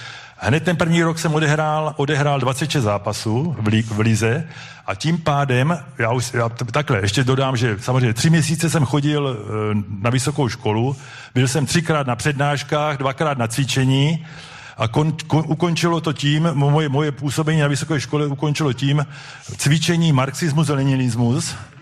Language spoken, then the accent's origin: Czech; Uherské Hradiště, Zlín Region, Czechia; moved away; pocházím z Uherského Hradiště